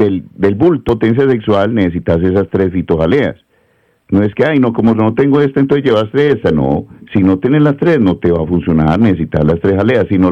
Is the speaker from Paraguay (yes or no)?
no; Antioquia, Colombia; born there; Mayo a Prado Centro, donde yo nací, en la cuadra donde yo nací